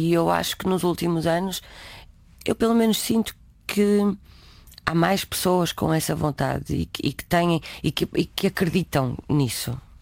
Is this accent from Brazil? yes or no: no; Norte, Portugal; Eu quis ir gravar ao Minho e não foi porque eu sou dali